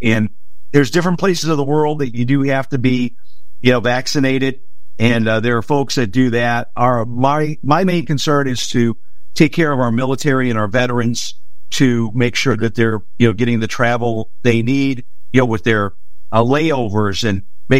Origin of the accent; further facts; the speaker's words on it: Chicago, Illinois, United States; I mean, I'm from Chicago, so I'd love to go back to Chicago and go to a couple Cubs games and eat some great pizza.